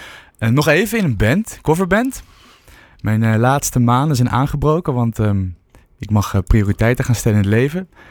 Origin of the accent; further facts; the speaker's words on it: Wageningen, Gelderland, Netherlands; Ik kom uit Wageningen. Ben 31 jaar oud.